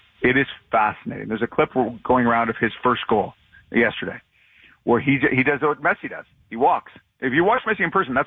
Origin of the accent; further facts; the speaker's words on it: Vancouver, British Columbia, Canada; I'm from Vancouver originally.